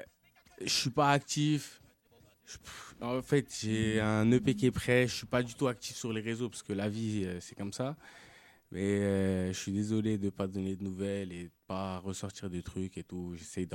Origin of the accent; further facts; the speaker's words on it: Algeria; Je suis algérien.